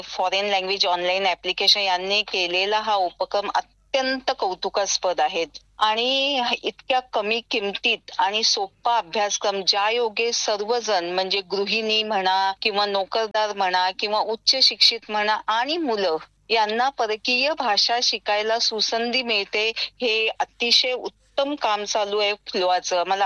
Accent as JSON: {"language": "Marathi", "town": "Mumbai", "region": "Maharashtra", "country": "India", "tie": "born or raised there", "moved": "as an adult", "lives_now": "Pune, India", "said": "मी मूळची मुंबईची. माझं शालेय शिक्षण आणि कॉलेजचं शिक्षण 12वी पर्यंत मुंबईतच झालं आणि परेलच्या KEM हॉस्पिटल मधून मी MBBS ची डिग्री घेतली आणि त्याच्यानंतर मी लग्नानंतर पुण्यात स्थायिक झाले"}